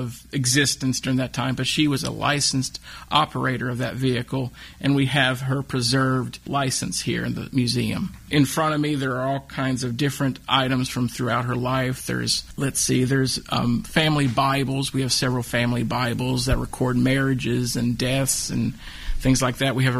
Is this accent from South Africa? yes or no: no; Wytheville, Virginia, United States; Okay, well, I grew up here in Wytheville, so I'm a local citizen, obviously, growing up here.